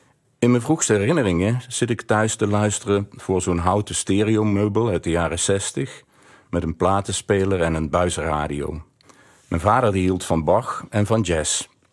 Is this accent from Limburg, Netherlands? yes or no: yes; Heerlen, Limburg, Netherlands; Het lied is een verwijzing naar de mijnstreek waar ik opgroeide onder de rook van de Heerlense staatsmijn Oranje Nassau.